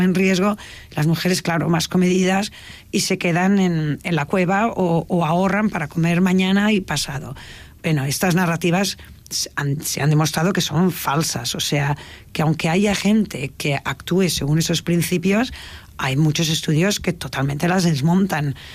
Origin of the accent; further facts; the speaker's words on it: Tarragona, Catalonia, Spain; De hecho, yo que soy de un pueblo, soy de Tarragona y de Morella, por parte de padre, un pueblecito maravilloso en Castellón